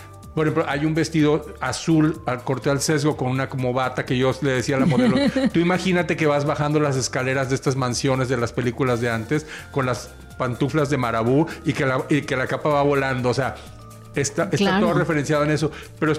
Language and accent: Spanish; Mexico